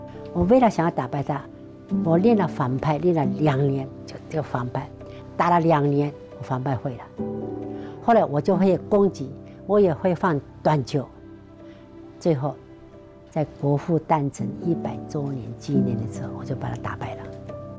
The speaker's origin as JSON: {"language": "Chinese", "region": "Miaoli County", "country": "Taiwan", "tie": "born or raised there", "said": "我的家乡住在苗栗客家庄。"}